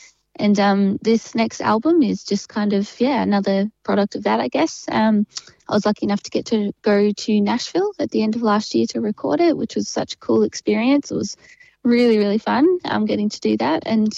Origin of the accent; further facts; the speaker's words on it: Ballarat, Victoria, Australia; I'm originally from Ballarat.